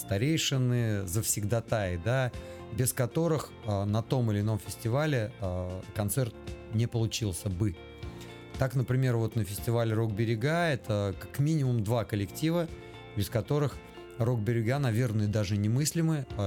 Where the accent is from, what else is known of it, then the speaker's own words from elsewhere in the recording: Chistopol, Tatarstan, Russia; born there; moved away; also born or lived in Kazan; сам я родом из города Чистополь, потом когда-то вместе с родителями переехал в Казань, и вот в Казани уже состоялся как музыкант.